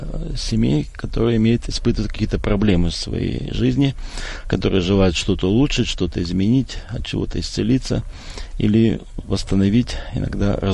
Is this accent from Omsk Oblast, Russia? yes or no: yes; Omsk, Omsk Oblast, Russia